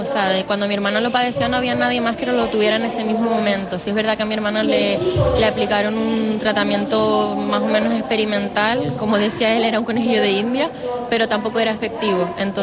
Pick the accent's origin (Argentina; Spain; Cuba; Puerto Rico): Spain; La Palma, Canary Islands; En La Palma, sí. Mi familia es chilena, pero nos criamos en La Palma. Mis padres se fueron cuando mi hermano tenía un año y pocos meses, y yo no había nacido, yo nací en La Palma. Y bueno, nos criamos ahí